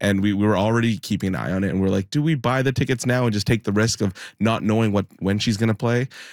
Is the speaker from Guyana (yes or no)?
no; Philippines; so being Filipino, we don't have many sports